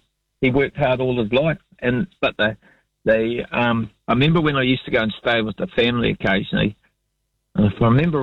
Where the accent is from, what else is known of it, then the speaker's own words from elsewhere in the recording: Canterbury, New Zealand; now in Nelson, New Zealand; I was brought up in North Canterbury.